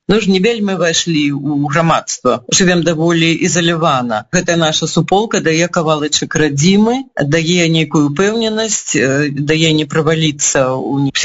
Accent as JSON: {"language": "Belarusian", "town": "Navahrudak", "region": "Grodno Region", "country": "Belarus", "said": "і нас пустілі да Міцкевіча, таму што мы з Новагрудка."}